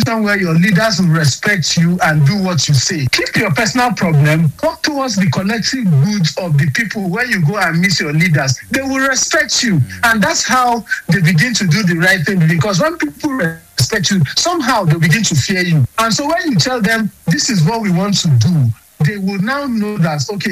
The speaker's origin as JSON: {"language": "English", "country": "Nigeria", "said": "as Nigerian citizens."}